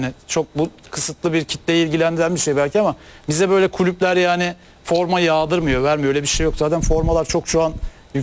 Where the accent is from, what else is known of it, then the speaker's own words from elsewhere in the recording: Istanbul, Turkey; İstanbul'da doğma büyüme biri olarak.